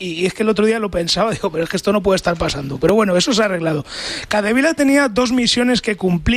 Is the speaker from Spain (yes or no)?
yes; Madrid, Community of Madrid, Spain; Vosotros sois de Cataluña y yo soy de Madrid